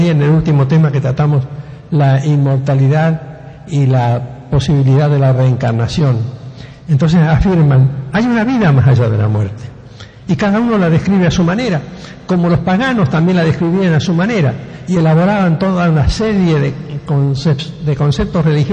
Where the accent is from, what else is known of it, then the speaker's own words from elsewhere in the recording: Rosario, Santa Fe, Argentina; los que me conocen como rosarino de toda la vida